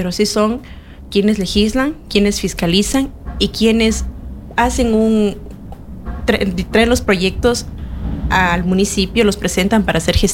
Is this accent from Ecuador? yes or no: yes; Malacatos, Loja, Ecuador; soy malacatense, oriunda